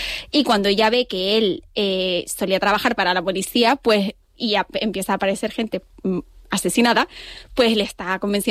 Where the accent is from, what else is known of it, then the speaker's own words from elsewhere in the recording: Canary Islands, Spain; empezamos a rodar aquí en Gran Canaria, en mi tierra.